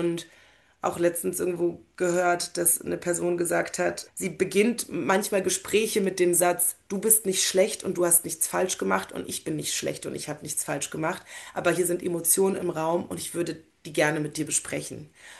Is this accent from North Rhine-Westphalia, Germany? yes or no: no; Berlin, Germany; moved away as an adult; now in Leipzig, Germany; ich komme aus Berlin. Brandenburg ist um uns herum.